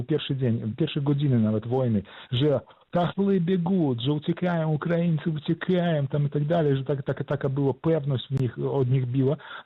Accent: Grodno Region, Belarus; moved away; Jestem Polakiem z Nadniemna, tam jest moja ojczyzna, moja grodzieńszczyzna, no tam są groby moich przodków

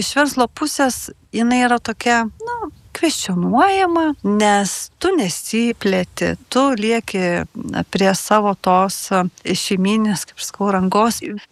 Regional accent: Samogitia, Lithuania; accent: Samogitian; now in Zarasai, Lithuania; Aš pati esu Žemaitijos

